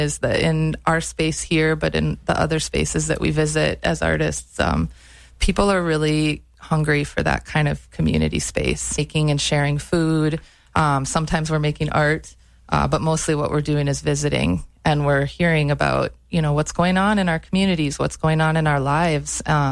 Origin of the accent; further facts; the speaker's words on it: Palisade, Minnesota, United States; I grew up in Palisade in Aiken County